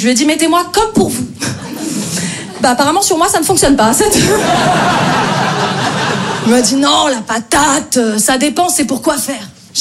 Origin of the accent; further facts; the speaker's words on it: Paris, Île-de-France, France; moi je viens de Paris. J'essaye de jouer un peu dans plein de villes en France.